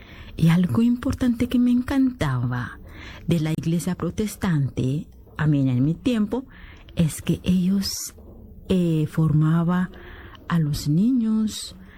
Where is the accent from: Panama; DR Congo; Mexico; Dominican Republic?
DR Congo; moved away; Yo soy de la República Democrática del Congo, donde nací y crecí en una familia grande de 8 hijos.